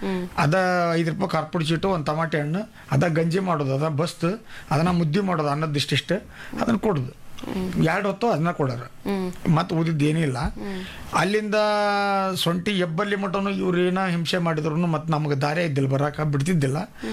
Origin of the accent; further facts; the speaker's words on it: Lakkundi, Karnataka, India; ನಮ್ಮ ಗದಗ ಜಿಲ್ಲಾ ಗದಗ ತಾಲೂಕು ಸಾಕಿನ ಲಕ್ಕುಂಡಿ ನಮ್ಮೂರು. ನಾವು ಹುಬ್ಳಿಯಲ್ಲಿ ಕೆಲಸಕ್ಕಂತ ಹೋಗ್ತಿದ್ವಿ.